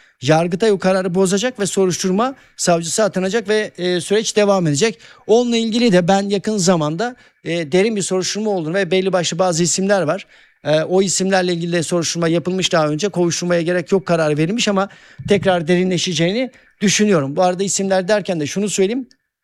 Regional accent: Erzincan, Turkey; Ben çocuktum, ben de Erzincanlıyım.

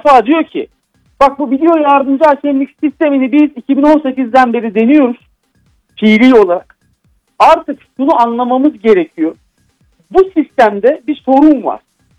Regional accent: Kocaeli, Turkey; ben bir Kocaeli olarak da 17 Ağustos 1999

